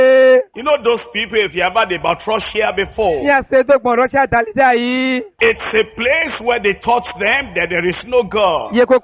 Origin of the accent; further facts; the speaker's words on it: Nigeria; I came from Nigeria, Africa.